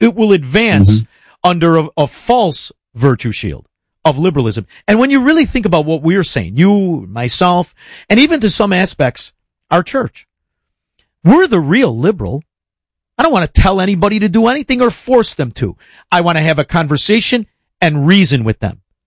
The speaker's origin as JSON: {"language": "English", "town": "Chicago", "region": "Illinois", "country": "United States", "said": "But I'm from Chicago."}